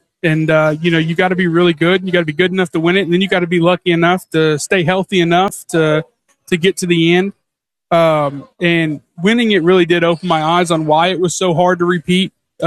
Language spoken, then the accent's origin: English; Orlando, Florida, United States; Growing up in Orlando and having UCF right there in your back door, and how big it was back home